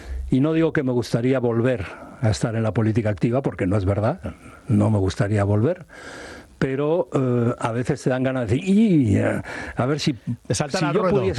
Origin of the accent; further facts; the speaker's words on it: Basque Country, Spain; He seguido la política vasca, por supuesto, porque es mi tierra